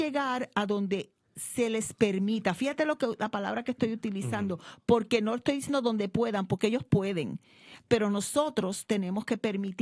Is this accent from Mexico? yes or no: no; San Germán, Puerto Rico; mi pueblo de San Germán